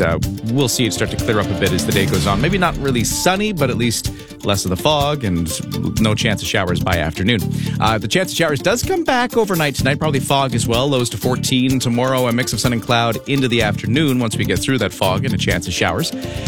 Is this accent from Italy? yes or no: no; Canada; I did get called out as being Canadian a couple of times.